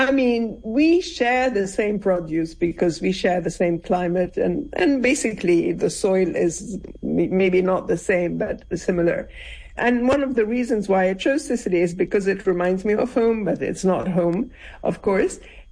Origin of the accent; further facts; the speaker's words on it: Lebanon; I was born and lived in Lebanon before any of the troubles and in Syria